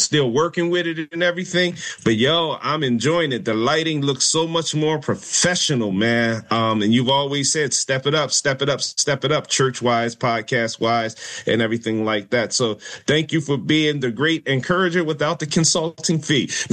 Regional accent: Maryland, United States; Big ups to my home state, Maryland.

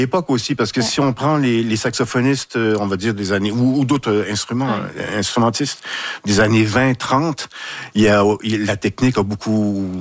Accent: Saguenay, Quebec, Canada; C'est, ouais, c'est le milieu d'où je viens. Je viens de Saguenay. J'ai été éduqué, élevé à côté de l'usine d'Alcan. Tous mes copains, mes copines, c'était des fils d'ouvriers, filles d'ouvrières.

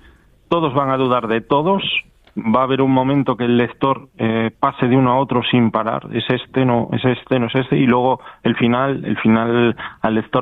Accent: Villafranca del Bierzo, Castile and León, Spain; soy de Villafranca

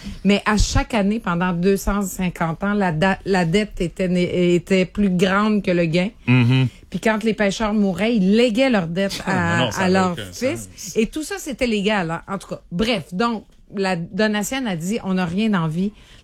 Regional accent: New Richmond, Quebec, Canada; Moi, je viens de New Richmond en Gaspésie.

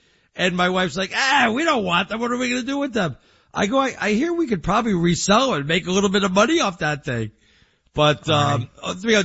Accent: Arizona, United States; moved away; I'm from Arizona.

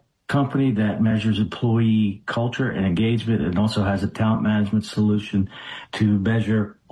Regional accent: Runnymede, New Jersey, United States; Runnymede, New Jersey, one sibling older than me. That's where I grew up.

